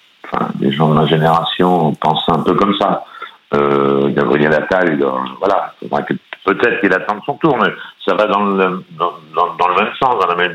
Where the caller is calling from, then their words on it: Poitiers, Nouvelle-Aquitaine, France; J'appelle de Poitiers.